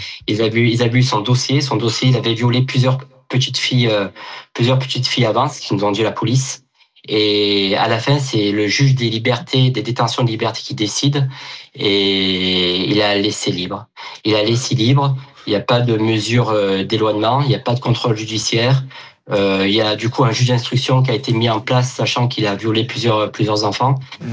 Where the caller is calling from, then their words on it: Gap, Provence-Alpes-Côte d'Azur, France; j'habite sur Gap.